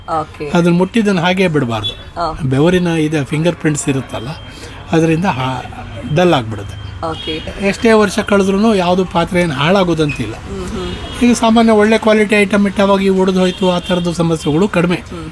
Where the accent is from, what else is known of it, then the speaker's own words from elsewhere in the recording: Thirthahalli, Karnataka, India; moved away as an adult; now in Shivamogga, India; ನಾನು ಹುಟ್ಟಿದ್ದು ತೀರ್ಥಹಳ್ಳಿಯಲ್ಲಿ ಟೌನು. ಓದಿದ್ದು ಅಪ್ ಟು 10th ತೀರ್ಥಹಳ್ಳಿಯಲ್ಲಿ. ಆಮೇಲೆ 5 ವರ್ಷ ಕಾಲೇಜಲ್ಲಿ ಶಿವಮೊಗ್ಗದಲ್ಲಿ DVS ಅಲ್ಲಿ ಮಾಡಿದ್ದು